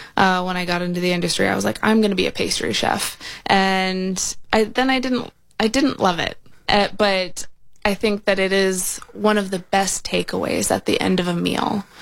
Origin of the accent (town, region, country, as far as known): Minnesota, United States; born or raised there